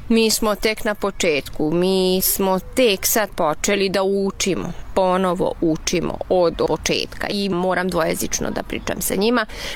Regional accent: Vojvodina, Serbia; first language Hungarian; Serbian is a second language; now in Hungary; Ja sam Mađarica iz Vojvodine. Moj maternji jezik je mađarski, ali govorim srpski jezik kao tamo kod nas jezik sredine.

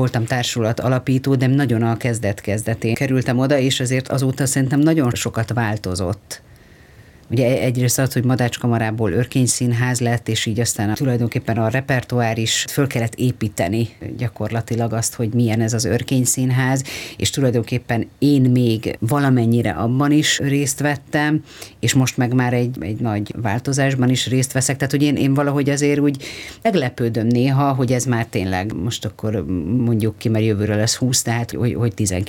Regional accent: Hajdúhadház, Hajdú-Bihar, Hungary; én a Hajdúadházon nőttem föl, és a Debreceni Színházban volt bérletünk

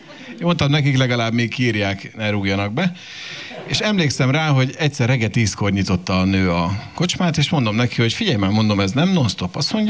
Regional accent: Hajdúdorog, Hajdú-Bihar, Hungary; moved away; én hajdudorogi származású vagyok. Amikor még gyermek voltam, ez község volt, most már ugye város, de hát azért oda még mindig hazamegy az ember

